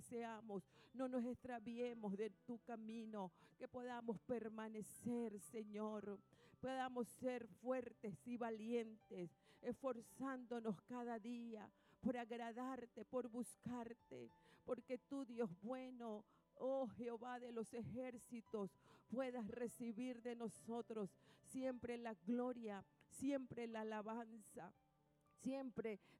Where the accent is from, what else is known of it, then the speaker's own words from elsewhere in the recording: Panama; como ciudadanos que somos de esta tierra